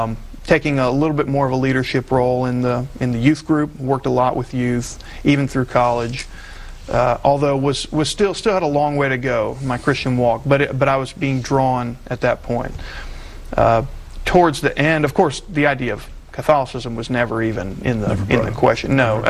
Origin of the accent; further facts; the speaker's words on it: Florida, United States; My particular background was I grew up in Central Florida. My family, we grew up in the Presbyterian Church, Associate Reformed Presbyterian, and it was a great, great church.